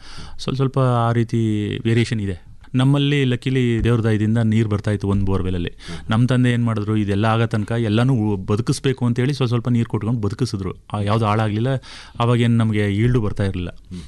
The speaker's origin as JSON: {"language": "Kannada", "region": "Karnataka", "country": "India", "tie": "born there", "said": "Before 1990s ನಮ್ಮೂರು ತುಂಬ famous ಅಗ್ರಿಕಲ್ಚರ್ಗೆ, well established."}